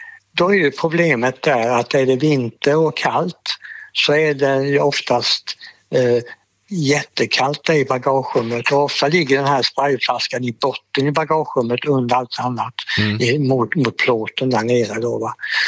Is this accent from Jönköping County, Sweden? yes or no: yes; Sävsjö, Jönköping County, Sweden; Så jag gick ner till biblioteket hemma i Sävsjö och lånade en bok om hur tändsystem fungerar på motorer.